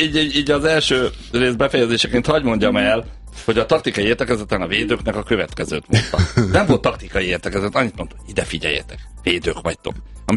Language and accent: Hungarian; Budapest, Hungary; Én a legendás Szabó Laci, a Szabó Dékány fedezett sor jobboldali játékosával nőttem föl, egy Gizella úton egy utcában laktunk